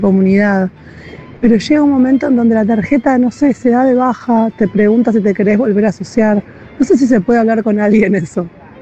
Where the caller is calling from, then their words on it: Buenos Aires, Argentina; de Almagro.